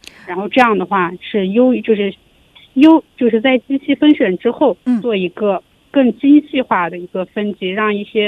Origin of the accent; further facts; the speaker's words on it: Xinjiang, China; 咱们新疆这边